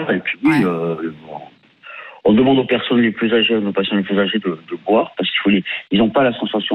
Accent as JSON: {"language": "French", "town": "Palavas-les-Flots", "region": "Occitanie", "country": "France", "tie": "born or raised there", "said": "Ouais, mais moi j'ai grandi à Palavas"}